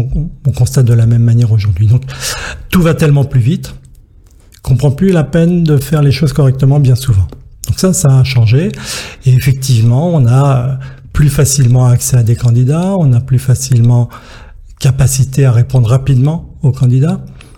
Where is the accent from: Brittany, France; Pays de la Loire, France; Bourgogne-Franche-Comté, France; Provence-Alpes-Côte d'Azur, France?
Provence-Alpes-Côte d'Azur, France; Marseille; moi je suis Marseillais, je reste à Marseille.